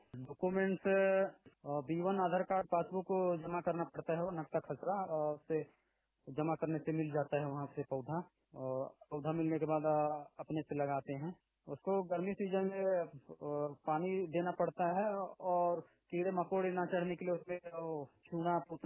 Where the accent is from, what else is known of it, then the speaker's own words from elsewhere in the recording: Jashpur district, Chhattisgarh, India; मैं छत्तीसगढ़ के जशपुर जिले से मनोरा ब्लॉक से हूँ। मेरा गांव है धसमा।